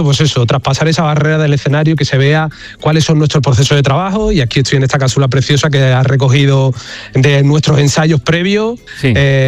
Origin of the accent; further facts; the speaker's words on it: Coria del Río, Andalusia, Spain; Coria del Río, sí, que soy oriundo de ahí